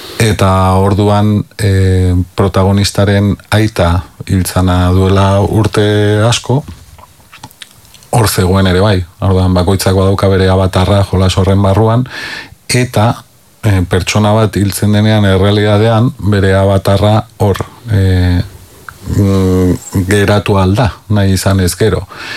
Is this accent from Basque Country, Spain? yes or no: yes; Vitoria-Gasteiz, Basque Country, Spain; ni Gasteizkoa naiz, eta hau duela 50 urte ezagutu zuenak hau ikusi